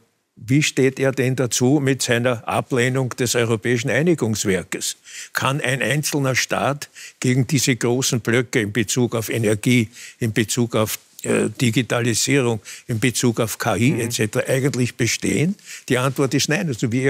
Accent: Vienna, Austria; Ich bin nicht in Hernals geboren, sondern meinem Familiennamen entsprechend in Favoriten. Und wir sind aber dann, die Familie, eben nach Hernals übersiedelt.

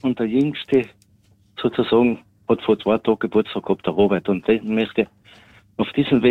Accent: Ranten, Styria, Austria; Ja, ich bin aus Ranken.

